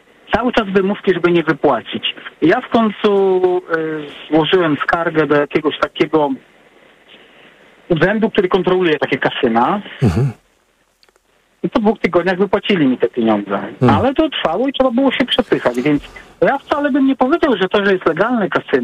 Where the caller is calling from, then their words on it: England, United Kingdom; Nie wiem, czy mogę się powiedzieć, bo ja z Anglii dzwonię, nie z Polski.